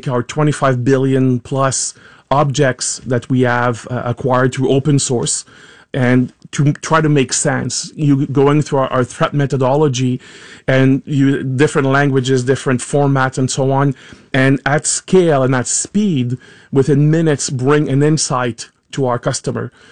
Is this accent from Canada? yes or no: yes; Canada; as a Canadian, I take offense when, you know, I see my prime minister